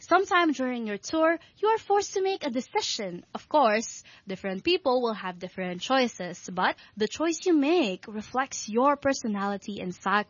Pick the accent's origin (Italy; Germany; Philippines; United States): Philippines; moved away as an adult; now in Hong Kong; I'm the host … I'm a Filipina.